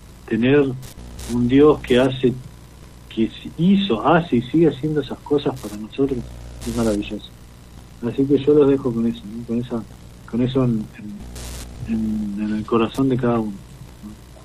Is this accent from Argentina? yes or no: yes; San Isidro, Buenos Aires Province, Argentina; Nosotros somos de San Isidro, ¿no? Zona norte de Gran Buenos Aires.